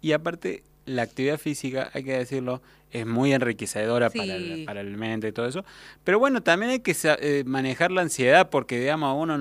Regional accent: Argentina; Somos argentinos, futboleros

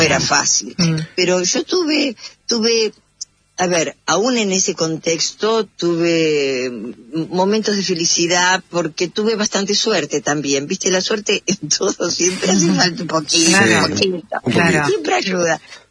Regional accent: Buenos Aires, Argentina; nací en la ciudad de Buenos Aires, y los primeros años, hasta los 9 años, vivíamos con mi mami y con mi papá en la casa con mis abuelos

